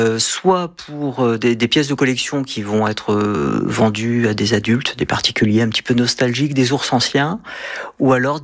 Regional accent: Trouville-sur-Mer, Normandy, France; born there; now in Brûlon, France; j'ai 46 ans, je suis né à Trouville-sur-Mer dans le Calvados, j'habite Brûlon depuis 4 ans et je suis créateur d'ours en peluche.

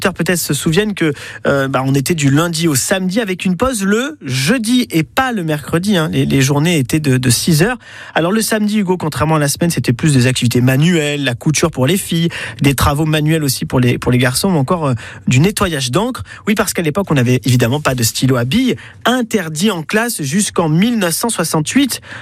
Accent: Provence-Alpes-Côte d'Azur, France; Chez nous en Vaucluse

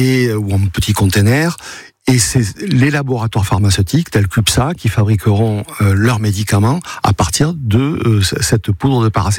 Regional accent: Toulouse, Occitanie, France; Comme en tant que Toulousain, nous aussi, on a vécu cette catastrophe et on y est très sensible.

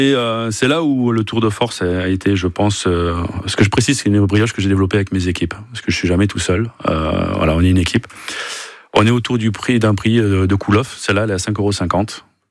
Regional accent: Toulouse, Occitanie, France; now in Alsace, France; je suis peut-être toulousain de base, mais je suis alsacien de cœur.

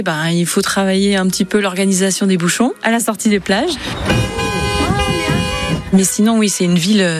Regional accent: Fouesnant, Brittany, France; j'ai réalisé effectivement que je suis bretonne.

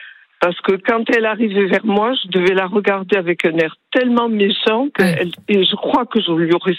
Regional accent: Montpellier, Occitanie, France; now in Castelnau-le-Lez, France; Je suis native de Montpellier, j'ai fait mes études à Montpellier

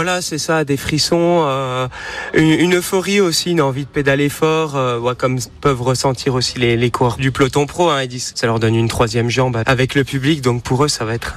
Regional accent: Le Creusot, Bourgogne-Franche-Comté, France; quand j'ai commencé le vélo en 2006 chez moi au Creusot

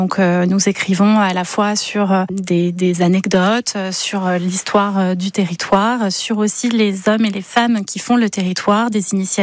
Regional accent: Rochecorbon, Centre-Val de Loire, France; now in Vouvray, France; Nous habitons Vouvray et j'ai grandi à Rochecorbon, donc sur ce beau territoire du Vouvrillon.

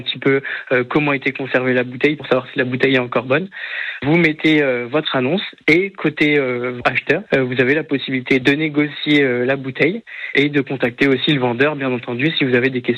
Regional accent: Sens, Bourgogne-Franche-Comté, France; Vu que je suis originaire de Sens, j'ai l'habitude de boire du Chablis, de l'Irancy

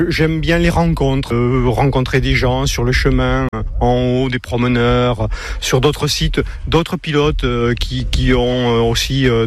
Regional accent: Bayonne, Nouvelle-Aquitaine, France; j'ai 67 ans et je suis de Bayonne.

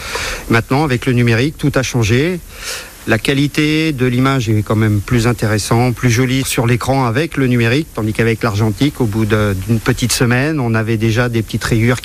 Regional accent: Château-du-Loir, Pays de la Loire, France; born there; moved away as an adult; now in Le Mans, France; Je suis né à Château-du-Loir, donc maintenant Montval-sur-Loire, dans les années 70. Et je suis arrivé sur le Mans dans les années 90.

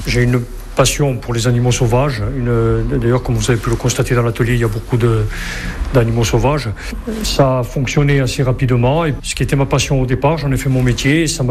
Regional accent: Lévie, Corsica, France; moved away as an adult; À la base, je suis originaire de Lévis. Ce qui est devenu mon atelier était au départ une maison de famille où ont vécu mes grands-parents. Comme beaucoup de Corses, à 18 ans, je suis parti faire mes études sur le continent

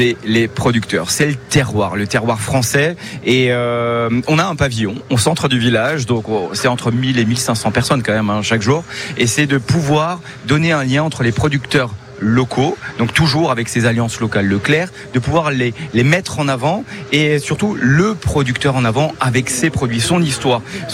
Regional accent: Grand Est, France; moi je suis alsacien.

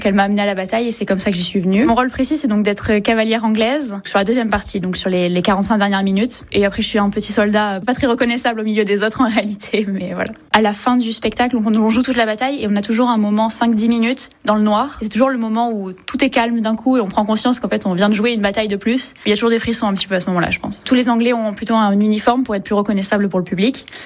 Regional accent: Saint-Émilion, Nouvelle-Aquitaine, France; also born or lived in Libourne; J'ai 21 ans. Et je suis née à Libourne. J'ai grandi à Saint-Émilion.

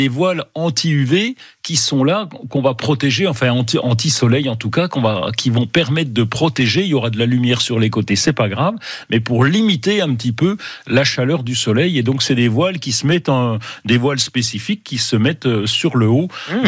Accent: Bourgogne-Franche-Comté, France; chez nous en Franche-Comté

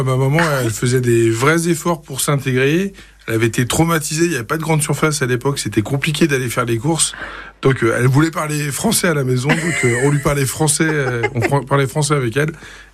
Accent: Nantes, Pays de la Loire, France; Je suis marié, j'ai quatre enfants et je suis né à Nantes.

